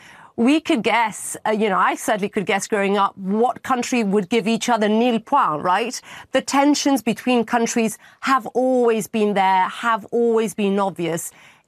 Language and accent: English; Portugal; I grew up in Portugal. We grew up with Eurovision, right?